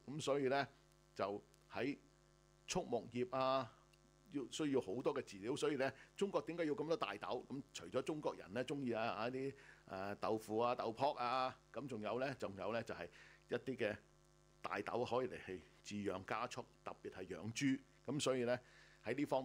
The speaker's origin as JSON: {"language": "Cantonese", "country": "Australia", "said": "呢度值得我哋澳洲人咧自豪啊！"}